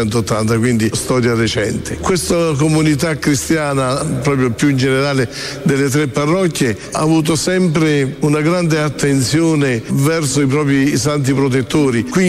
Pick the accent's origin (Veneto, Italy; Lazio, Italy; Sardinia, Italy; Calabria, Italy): Lazio, Italy; Valmontone; Io sono di Valmontone, sono nato a Valmontone, sono stato battezzato in questa chiesa e addirittura ordinato sacerdote in questa chiesa.